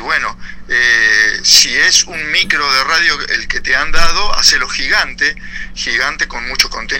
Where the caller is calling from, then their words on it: Luján, Buenos Aires Province, Argentina; Yo, como soy de Luján